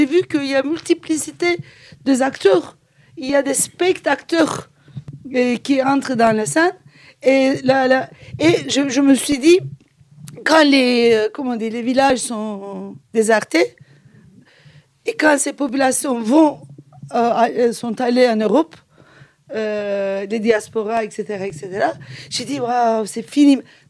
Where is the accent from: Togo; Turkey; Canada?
Turkey; moi je ne peux pas le définir en tant que turc